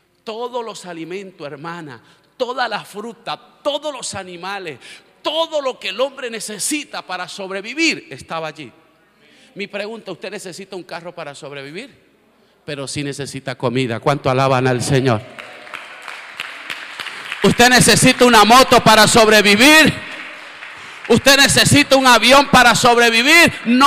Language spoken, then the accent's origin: Spanish; La Guajira, Colombia; moved away; yo que soy de La Guajira, y La Guajira tiene una parte desértica